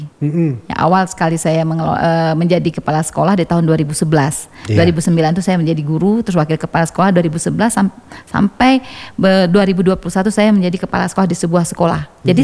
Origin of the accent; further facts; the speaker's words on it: Aceh, Indonesia; kalau kita orang Gayo itu rata-rata bisa lah.